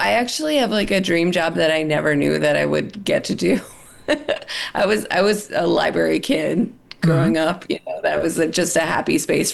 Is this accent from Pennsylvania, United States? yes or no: yes; Philadelphia, Pennsylvania, United States; now in Washington, United States; I'm in D.C. right now. And I'm from Philly, but I love Utah.